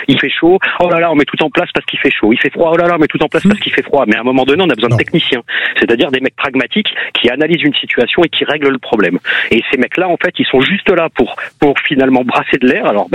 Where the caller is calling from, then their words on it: Grasse, Provence-Alpes-Côte d'Azur, France; je suis à Grasse